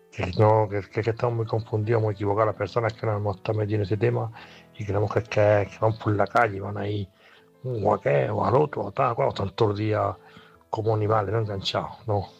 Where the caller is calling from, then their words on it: Canada; de Canadá.